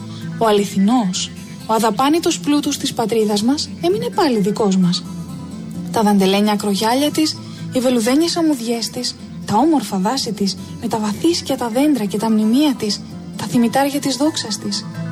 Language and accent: Greek; Greece